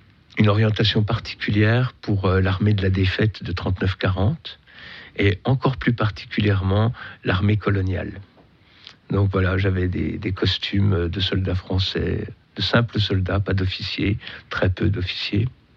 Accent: Besançon, Bourgogne-Franche-Comté, France; Moi, mon père, il a connu l'Exode. On est de Besançon.

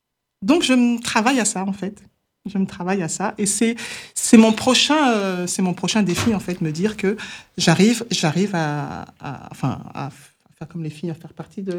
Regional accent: Martinique; parce que je suis martiniquaise

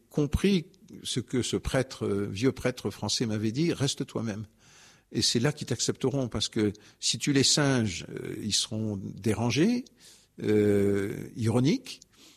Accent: Southern France, France; now in Japan; Alors, non seulement je suis un méridional, mais je suis soupelé, j'ai très mauvais caractère.

